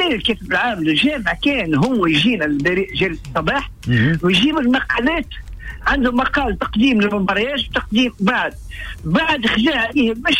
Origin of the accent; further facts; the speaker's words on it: Tunis, Tunis Governorate, Tunisia; أنا ولد حومة ونداد أنا ورضا يزيد علي عام. يعني والتنس تابل في حومتنا في باب الخضرة والمرجانية وسيد المهري